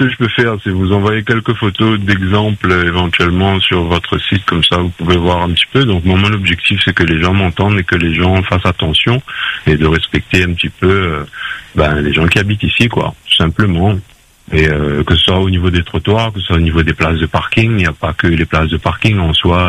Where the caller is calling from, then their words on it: Saint-Leu, Réunion; j'habite à Piton-Saint-Leu, un quartier Portail.